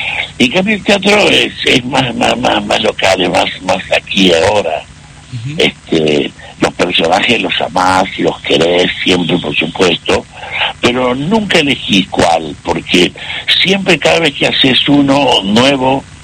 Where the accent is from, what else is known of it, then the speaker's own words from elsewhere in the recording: La Caldera, Salta, Argentina; also born or lived in Huachipa; now in Buenos Aires, Argentina; Y yo nací en Huachipa y después nos fuimos a vivir a otro pueblo que era La Caldera. Y de ahí ya me fui a Capital